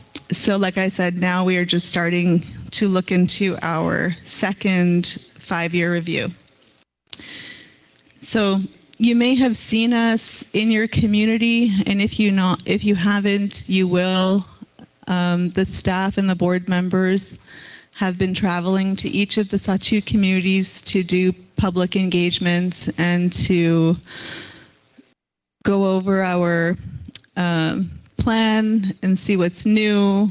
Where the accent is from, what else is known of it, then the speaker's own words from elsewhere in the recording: Fort Good Hope, Northwest Territories, Canada; I'm from Fort Good Hope, and that's where the Office for Land Use Planning is.